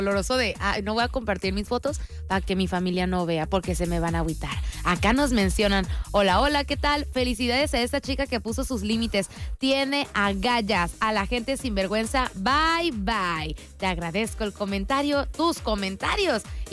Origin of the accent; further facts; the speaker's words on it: Tijuana, Baja California, Mexico; Nosotros somos de aquí de Tijuana y solamente somos 10 invitados por parte de ella